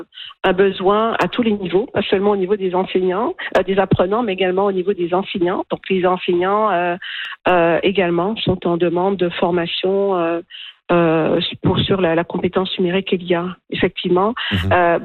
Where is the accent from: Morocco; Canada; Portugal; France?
Canada; Quebec; moi je viens du Québec